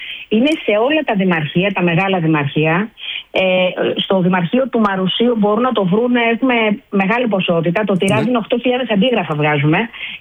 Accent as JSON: {"language": "Greek", "country": "Greece", "said": "που είμαι Ελληνίδα και ζω εδώ"}